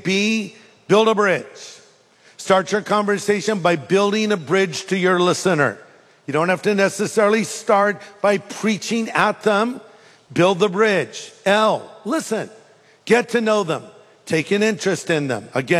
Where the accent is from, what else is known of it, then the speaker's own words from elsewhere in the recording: California, United States; I'm not. I'm from California.